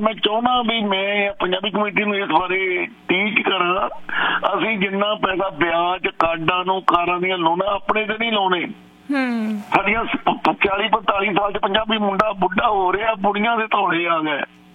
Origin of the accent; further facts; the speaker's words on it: Punjab, India; ਤੇ ਸਾਡੇ ਲੋਕਾਂ ਕੋਲ ਗਰੀਡ ਬਹੁਤ ਆ, ਪੰਜਾਬੀ ਲੋਕਾਂ ਚ ਲਾਲਚ ਬਹੁਤ ਆ।